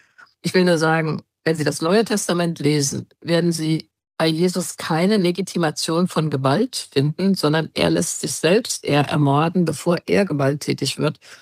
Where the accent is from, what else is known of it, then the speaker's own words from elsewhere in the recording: Germany; ich bin eben auch keine Ukrainerin, sondern ich muss doch als Deutsche überlegen